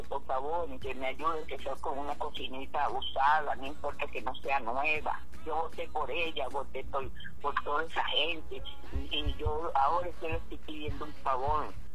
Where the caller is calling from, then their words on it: Venezuela; De aquí, del Rosario.